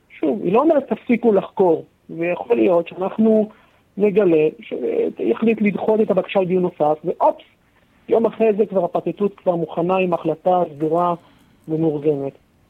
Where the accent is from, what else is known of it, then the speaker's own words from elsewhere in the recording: Bat Yam, Tel Aviv District, Israel; איפה שגדלתי בבת ים